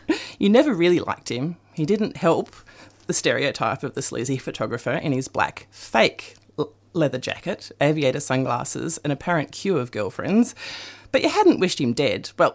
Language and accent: English; Castlemaine, Victoria, Australia; my hometown of Castlemaine